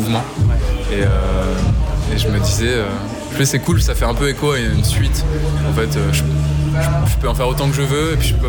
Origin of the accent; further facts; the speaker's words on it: Rouen, Normandy, France; Dans ma ville natale à Rouen.